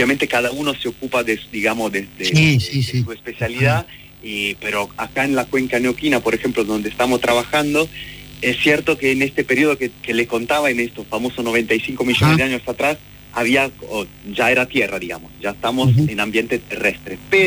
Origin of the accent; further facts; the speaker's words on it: Italy; moved away as an adult; now in Argentina; yo trabajé unos años, antes de mudarme acá en Argentina, trabajé bastante en Italia, de donde vengo, digamos, pero no había dinosaurio para mí, así que me mudé justamente acá para perfeccionarme